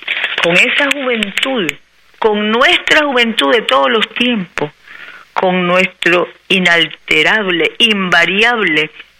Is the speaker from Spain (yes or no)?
no; Nicaragua; cuánto orgullo el nuestro de ser verdaderos nicaragüenses patrióticos